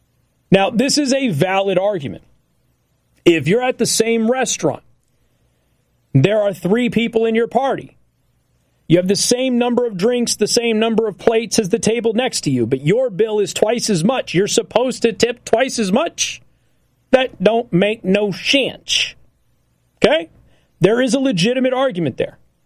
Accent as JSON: {"language": "English", "town": "Las Vegas", "region": "Nevada", "country": "United States", "said": "I'm from Las Vegas. I am from a tipping culture. I have always over-tipped. That has been the way that I was raised."}